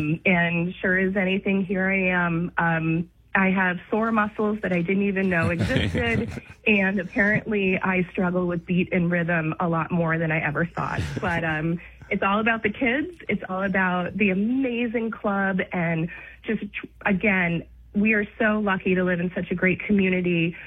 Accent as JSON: {"language": "English", "region": "New Jersey", "country": "United States", "tie": "born or raised there", "said": "The Chatham Courier or the Daily Record out of Morris County in New Jersey."}